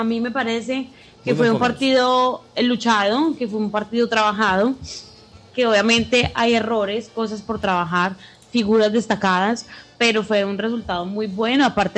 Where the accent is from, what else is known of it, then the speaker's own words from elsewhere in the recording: Colombia; nosotros como colombianos en todas partes.